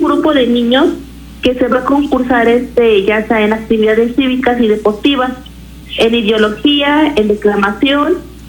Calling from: Ciudad Serdán, Puebla, Mexico

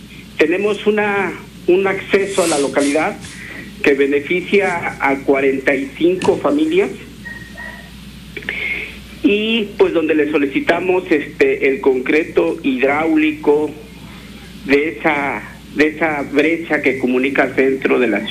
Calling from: Zoquiapan, Puebla, Mexico; Del municipio de Soquiapan.

